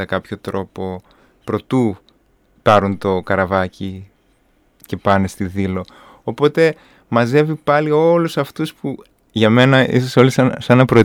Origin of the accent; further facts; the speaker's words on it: Edessa, Central Macedonia, Greece; moved away; also born or lived in Belgium / Mykonos; Κατάγομαι που την έδεσα, οπότε αγαπάω την πατρίδα μου.